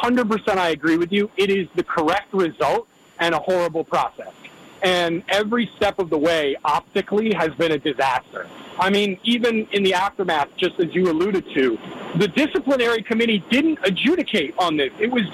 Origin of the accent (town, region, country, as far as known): United States